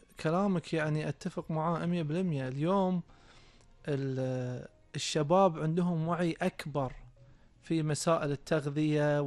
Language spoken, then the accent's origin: Arabic; Kuwait; اللي عندنا بالكويت